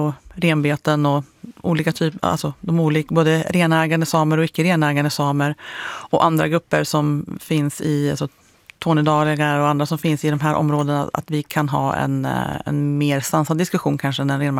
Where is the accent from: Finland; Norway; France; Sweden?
Sweden; Jämtland County; born or raised there